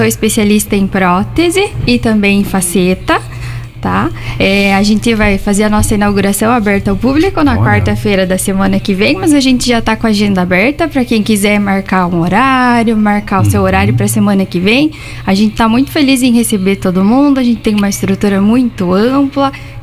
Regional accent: Chopinzinho, Paraná, Brazil; eu vim de Chopinzinho.

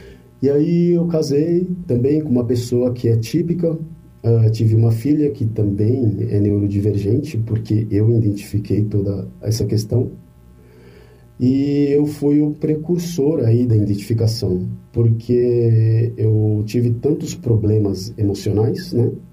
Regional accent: São Paulo, Brazil; Eu sou paulistano, nasci na capital, vivi minha vida inteira na capital

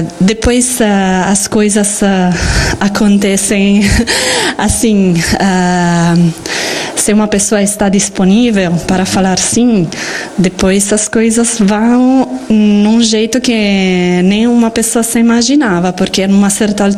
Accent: Italy; Portuguese is a second language; moved away as an adult; now in Ibiporã, Brazil; eu sou italiana. Eu cheguei 2 anos e meio atrás da Itália com meu marido e meus 2 filhos.

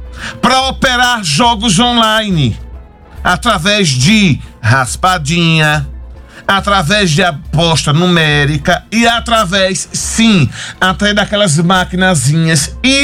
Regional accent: Sergipe, Brazil; como sergipano que sou

